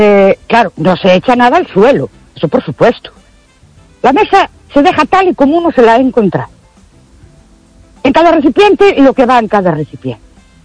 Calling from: Ourense, Galicia, Spain; de Orense otra vez.

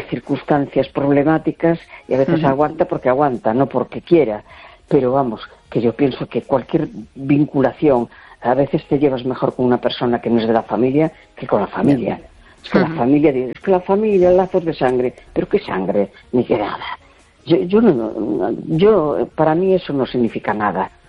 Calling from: A Coruña, Galicia, Spain; de La Coruña.

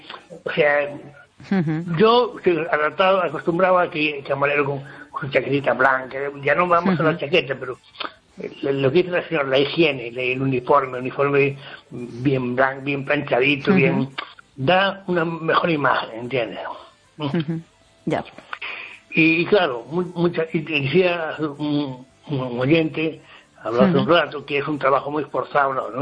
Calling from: Ferrol, Galicia, Spain; aquí de Ferrol.

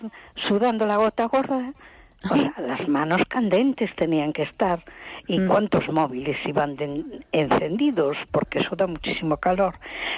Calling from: A Coruña, Galicia, Spain; de Coruña.

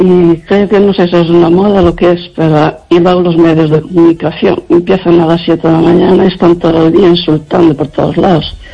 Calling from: Lugo, Galicia, Spain

